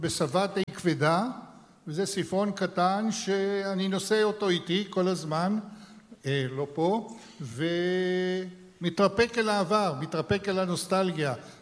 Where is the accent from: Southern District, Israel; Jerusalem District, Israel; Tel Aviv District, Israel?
Jerusalem District, Israel; Jerusalem; born there